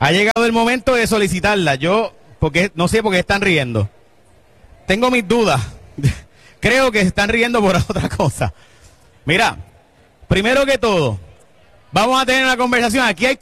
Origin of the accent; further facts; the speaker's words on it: San Lorenzo, Puerto Rico; yo soy de San Lorenzo, así que siempre ha sido mi vecino.